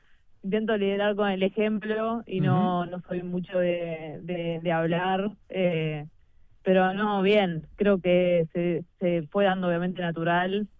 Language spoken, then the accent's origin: Spanish; Uruguay; moved away as an adult; also born or lived in Netherlands / Belgium; volví a Uruguay este año, estoy jugando en Vigoa, pero sí, fue muchos años afuera